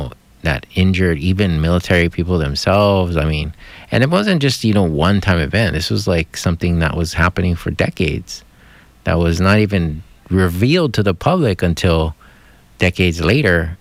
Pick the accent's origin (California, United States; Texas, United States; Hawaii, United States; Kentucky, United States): Hawaii, United States; we find ourselves in as Native Hawaiian people.